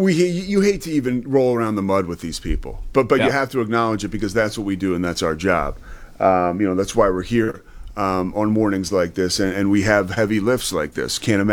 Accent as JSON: {"language": "English", "town": "Philadelphia", "region": "Pennsylvania", "country": "United States", "tie": "born or raised there", "said": "I grew up in Philadelphia, so I knew the story."}